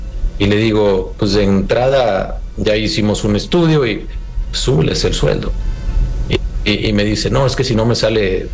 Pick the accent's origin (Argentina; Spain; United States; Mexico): Mexico; Soy un mexicano que practica un nacionalismo cotidiano.